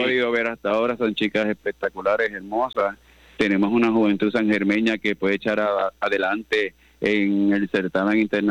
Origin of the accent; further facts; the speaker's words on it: San Germán, Puerto Rico; now in Lajas, Puerto Rico; Soy lajeño porque vivo allá, pero de corazón criado aquí en este hermoso pueblo de San Germán.